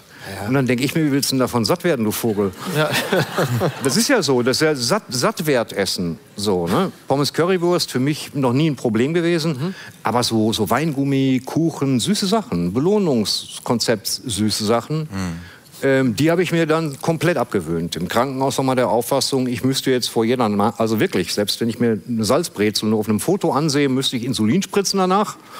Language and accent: German; North Rhine-Westphalia, Germany; ich komme halt, wie gesagt, aus dem Ruhrgebiet.